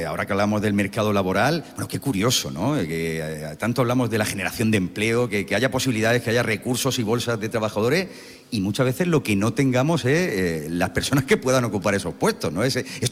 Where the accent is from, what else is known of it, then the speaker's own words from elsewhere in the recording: El Ejido, Andalusia, Spain; yo vengo de Elegido